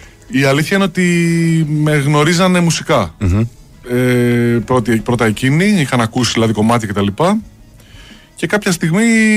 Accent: Vyronas, Attica, Greece; στα μέρη μας, στο Βίρονα.

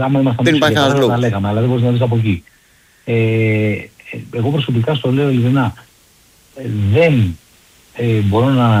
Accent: Vyronas, Attica, Greece; επειδή είμαι από το Βύρονο και είναι γέννημα θέμα. Από μικρό παιδί υποστηρίζω τον Παναθηναϊκό

